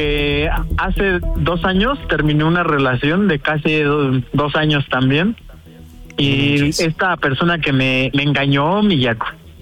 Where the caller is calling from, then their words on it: Mexico City, Mexico; Tengo 28 años. Soy de Iztacalco, Ciudad de México.